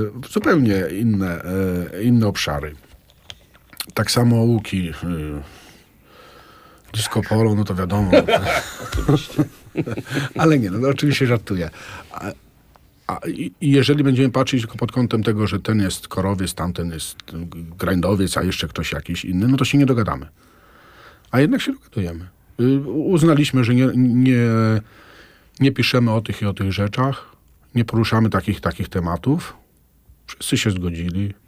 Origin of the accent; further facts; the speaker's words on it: Aleksandrów Łódzki, Łódź Voivodeship, Poland; moved away; Ja z Orków, tymczasowo, że tak powiem, służbowo, bo ogólnie zawsze byłem, jestem i będę z Aleksandrowa Łódzkiego.